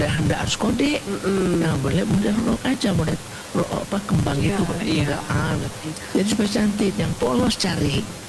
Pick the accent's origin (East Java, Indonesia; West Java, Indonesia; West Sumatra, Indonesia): West Sumatra, Indonesia